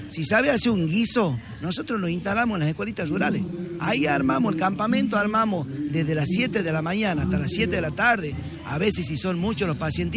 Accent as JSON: {"language": "Spanish", "town": "Morillo", "region": "Salta", "country": "Argentina", "moved": "yes", "said": "volver siempre a Morillo a darle una mano a esa gente que me necesita y que es mi gente, mi sangre, mi familia."}